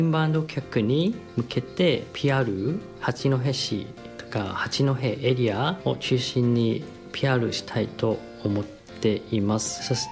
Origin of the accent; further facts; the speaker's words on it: Hong Kong; Japanese is a second language; now in Japan; 出身地は香港です。